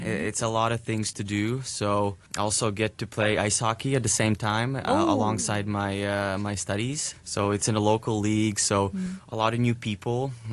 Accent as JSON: {"language": "English", "country": "Latvia", "moved": "as an adult", "lives_now": "Hong Kong", "said": "I'm right now 24 years old. I come from Latvia, a beautiful country in Eastern Europe."}